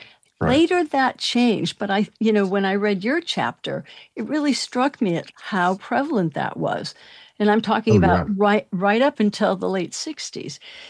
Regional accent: Montana, United States; I grew up in Montana. So we were one of like five Jewish families.

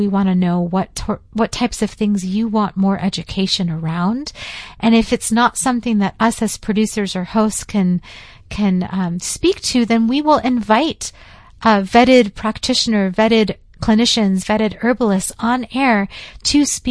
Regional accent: San Francisco, California, United States; I grew up in San Francisco listening to KPFA on my mom's car radio.

